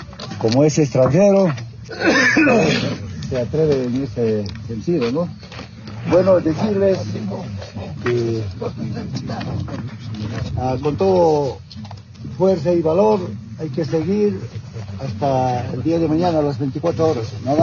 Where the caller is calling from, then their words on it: Bolivia; digo como boliviano